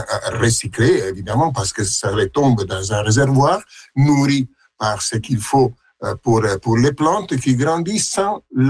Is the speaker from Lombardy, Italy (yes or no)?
yes; Milan, Lombardy, Italy; moved away as an adult; also born or lived in Orléans, France; now in Canada; Je suis né à Milan, même à Milan-Ville. J'ai vécu dans cette grande ville, et à un certain point, j'ai migré en France et j'ai habité à Orléans. Donc, plus petit que Milan